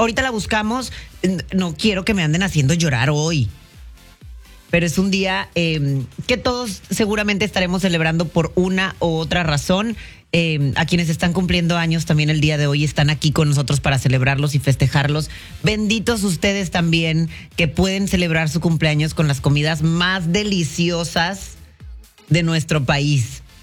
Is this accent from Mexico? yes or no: yes; Mexico